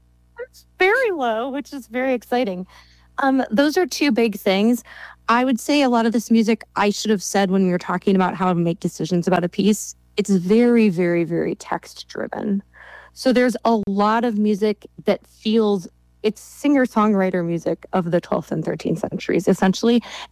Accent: Minnesota, United States; born or raised there

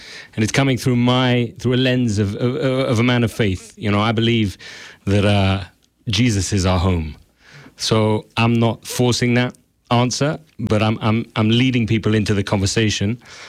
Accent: London, United Kingdom; I'm from London

